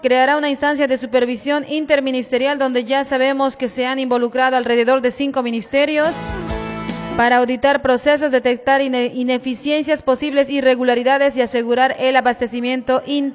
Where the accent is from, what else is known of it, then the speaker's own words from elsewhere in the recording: Bolivia; como ciudadana boliviana, mi persona